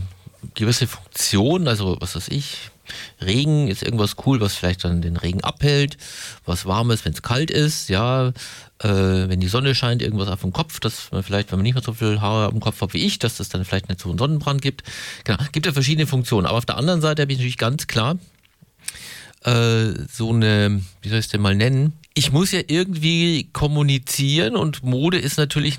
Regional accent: Bavaria, Germany; now in Hamburg, Germany; ich komme ja so aus Bayern ursprünglich

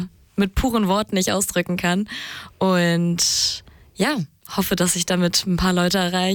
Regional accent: Hamburg, Germany; ich komme aus Hamburg

